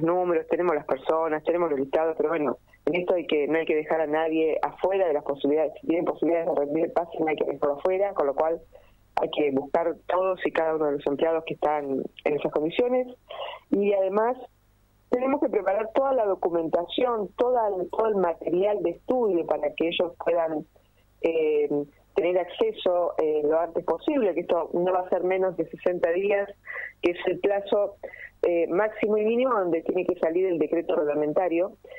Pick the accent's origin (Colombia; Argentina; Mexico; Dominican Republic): Argentina; General Roca, Río Negro; Yo soy de Roca, exactamente.